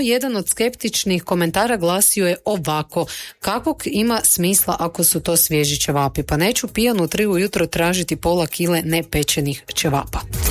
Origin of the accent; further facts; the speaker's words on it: Croatia; kod nas u Hrvatskoj